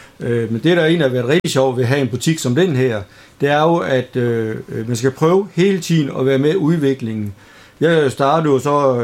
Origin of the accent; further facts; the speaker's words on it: Randers, Central Denmark Region, Denmark; det var i Randers, hvor jeg oprindeligt kommer fra